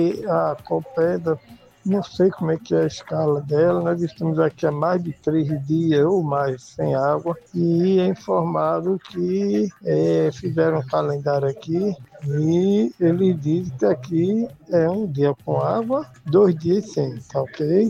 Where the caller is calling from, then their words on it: Paulista, Pernambuco, Brazil; sou de Maranguape 1.